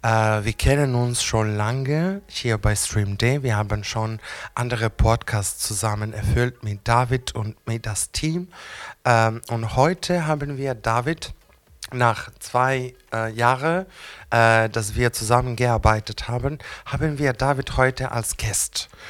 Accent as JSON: {"language": "German", "country": "Greece", "second_language": "German", "moved": "as an adult", "lives_now": "Düsseldorf, Germany", "said": "Ich komme aus Griechenland und ich bin seit 2017 in Düsseldorf."}